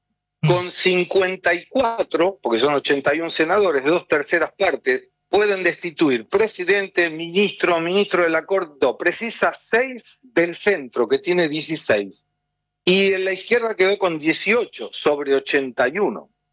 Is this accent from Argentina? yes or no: yes; Argentina; now in São Paulo, Brazil; Soy el único argentino que tiene un programa propio en la televisión brasileña y estoy muy contento con eso.